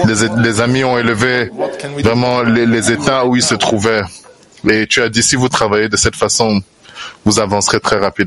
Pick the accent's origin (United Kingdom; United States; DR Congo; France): United Kingdom; England